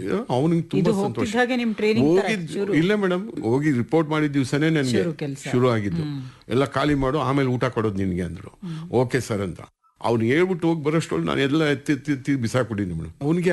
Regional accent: Bengaluru, Karnataka, India; ಎಲ್ಲಿಯವನು ನೀನು ಅಂದ, ಸರ್ ನಾನು ಬೆಂಗಳೂರು ಕರ್ನಾಟಕ ಸರ್.

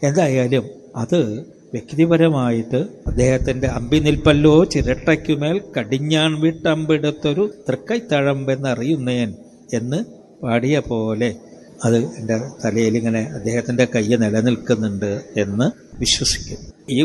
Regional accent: Aloor, Kerala, India; ഞങ്ങളുടെ നാട്ടിൽ, ആളൂരാണ് സ്ഥലത്തിൻ്റെ

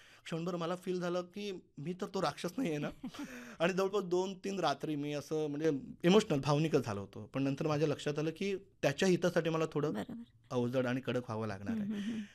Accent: Kajarghati, Maharashtra, India; माझं गाव जवळ आहे काजरघाटी, पण मला स्वतःला इथे निवासी राहावं लागलं.

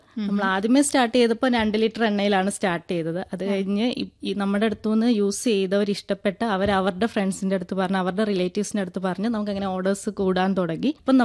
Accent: Idukki, Kerala, India; ഞാൻ വരുന്ന ഇടുക്കിയിൽ നിന്നാണ്. അപ്പം ഇടുക്കി എന്ന് പറഞ്ഞിട്ടുണ്ടെങ്കിൽ നമുക്കറിയാലോ എല്ലാവിധ ഔഷധ സസ്യങ്ങളും എല്ലാ കാര്യങ്ങളും ആയിട്ട് സമ്പന്നമായിട്ടുള്ളൊരു സ്ഥലമാണ് ഇടുക്കി.

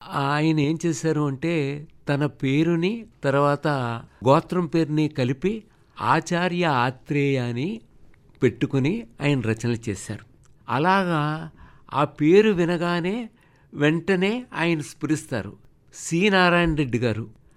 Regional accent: Pasalapudi, Andhra Pradesh, India; నా స్వగ్రామం తూర్పుగోదావరి జిల్లాలోని రామచంద్రపురం దగ్గరుండేటువంటి పసలపూడి అనేటువంటి ఊరు.

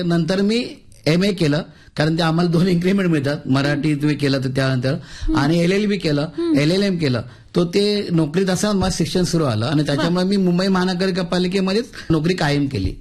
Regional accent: Mumbai, Maharashtra, India; मी ज्या भागात वाढलो लालबाग परळ मला माझ्या काकांनी 5 वर्षात असताना मुंबईला आणलं आणि त्यांनी माझ्या आयुष्याला आकार दिला

